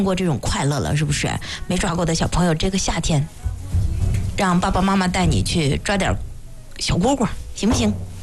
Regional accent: Hulunbuir, Inner Mongolia, China; 尤其是我们呼伦贝尔大草原

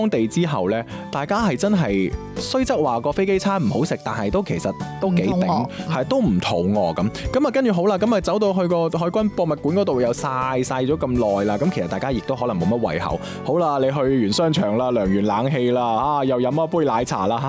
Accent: Guangdong, China; 咁就你知道我哋廣東人噶啦

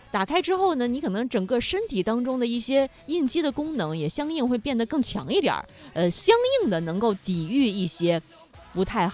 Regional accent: Shandong, China; 我家是山东的

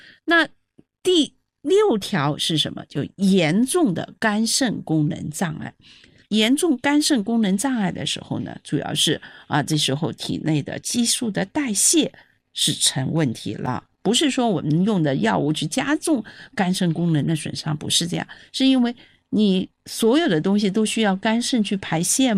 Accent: China; 我们作为中国人，我们的血栓风险是比欧美人士呢要低的，

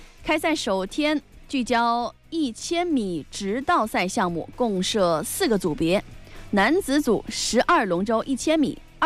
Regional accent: Hubei, China; 更是咱们湖北人团结拼搏的精气神儿

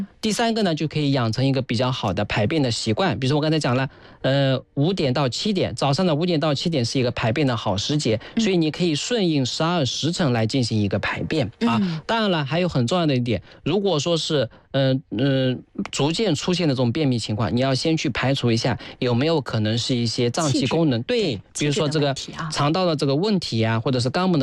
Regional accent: China

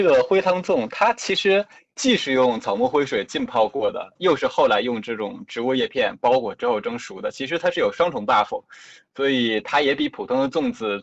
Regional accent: Jiangxi, China; 因为我是从小生活在江西的

